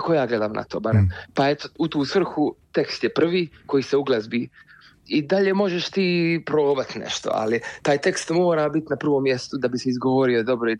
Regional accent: Dubrovnik, Dubrovnik-Neretva County, Croatia; mi smo bend iz Dubrovnika, mladi smo s 19-20 godina

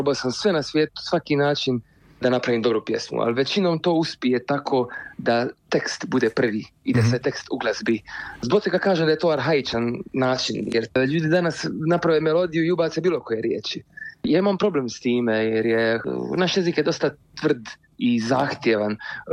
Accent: Dubrovnik, Dubrovnik-Neretva County, Croatia; mi smo bend iz Dubrovnika, mladi smo s 19-20 godina

